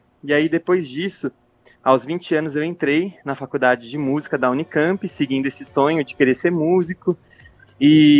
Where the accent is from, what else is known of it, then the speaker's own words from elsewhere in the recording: Brazil; now in Campinas, Brazil; sendo brasileiro, acabou que o forró veio com muita força, porque eu moro em Barão Geraldo, que é um lugar onde está a Unicamp, que é um bairro universitário.